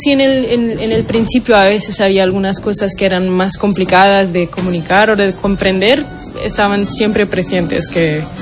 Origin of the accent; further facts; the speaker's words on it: Portugal; Spanish is a second language; Gracias, sí, bueno, siendo portuguesa no es muy difícil para mí, de verdad